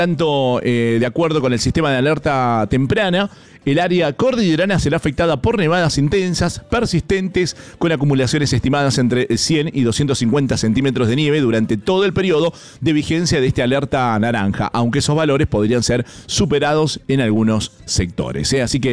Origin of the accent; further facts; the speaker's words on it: Mendoza, Argentina; como mendocinos sabemos lo importante que son las nevadas, ¿no? Para nuestra provincia